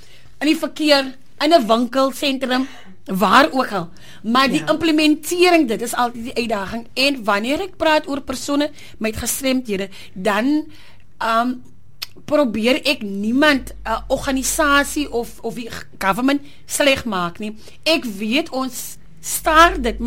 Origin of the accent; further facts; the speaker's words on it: Calitzdorp, Western Cape, South Africa; ek is van Calusdorp